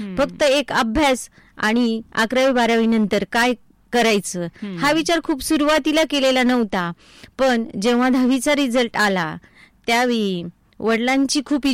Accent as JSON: {"language": "Marathi", "town": "Walki", "region": "Maharashtra", "country": "India", "tie": "born or raised there", "said": "माझा जन्म वाळकी या छोट्याशा गावामध्ये झाला। तर माझा जन्म झाला ते कुटुंब शेतकरी कुटुंब आणि मध्यमवर्गीय कुटुंब होतं।"}